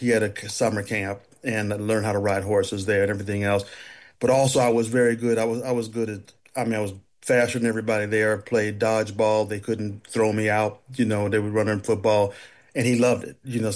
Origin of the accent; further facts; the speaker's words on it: Denver, Colorado, United States; When I was actually growing up in Denver, Denver's about as white as Detroit is black.